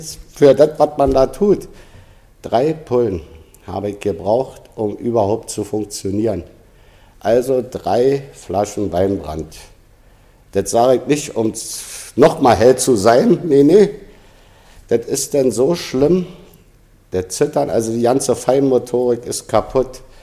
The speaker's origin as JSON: {"language": "German", "region": "Berlin", "country": "Germany", "tie": "born or raised there", "said": "Als Berliner, und da ist kein falscher Stolz, 3 Generationen, das ist schon eine ganze Menge, habe ich, obwohl ich wohnungslos war, meinen Kiez frequentiert, wo ich geboren bin, nämlich in Lichtenberg."}